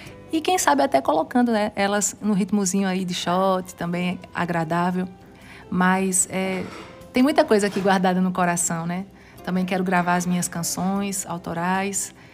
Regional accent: Pernambuco, Brazil; eu digo assim, que eu sou pernambucana, não tem erro.

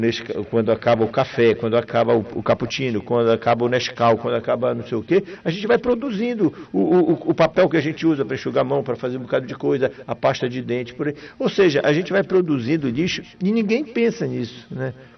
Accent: Curuçá, Pará, Brazil; now in Belém, Brazil; nós somos de Curuçá, meu pai vinha assistir os jogos com meus irmãos mais velhos aqui em Belém e voltava para Curuçá, né?

